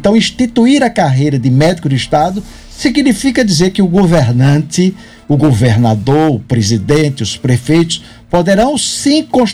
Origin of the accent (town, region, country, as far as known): Sergipe, Brazil